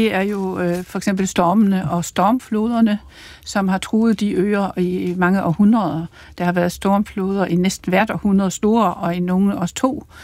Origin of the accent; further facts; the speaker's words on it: Schleswig-Holstein, Germany; Jeg er opvokset i Sydslesvig, det vil sige den nordligste del af Tyskland. Og jeg er opvokset i det danske mindretal i Tyskland. Og det er jo et område med mange... Et flersproget område. Det har været et flersproget område altid. Med dansk og tysk og plattysk og frisisk.